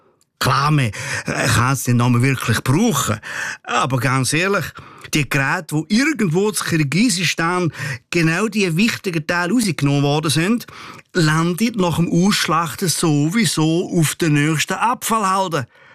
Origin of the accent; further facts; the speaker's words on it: Switzerland; da sind wir Schweizer nämlich weltweit führend